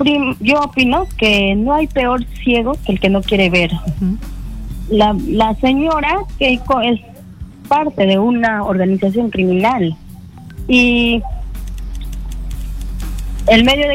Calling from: Lima, Peru; Buenas noches … de Canto Grande.

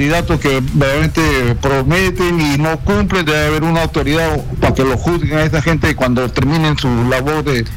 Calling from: Peru; De San Juan.

